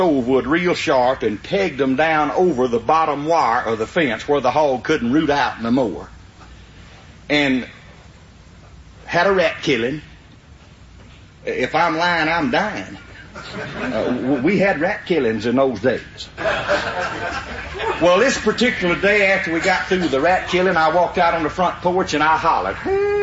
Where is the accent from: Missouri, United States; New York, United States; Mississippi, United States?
Mississippi, United States; Liberty; I come from Route 4, Liberty, Mississippi. Now, that's 12 miles west of Macomb, Mississippi, 65 miles due northeast of Baton Rouge, Louisiana, and 116 miles due north of New Orleans, Louisiana. It was there that I first saw the light of day out in Amite County